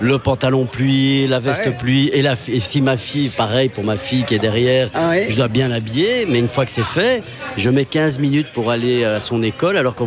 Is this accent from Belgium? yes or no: yes; Ixelles, Brussels-Capital Region, Belgium; Je suis né à Ixelles et j'ai pratiquement toujours vécu à Ixelles et j'y vis encore, ouais.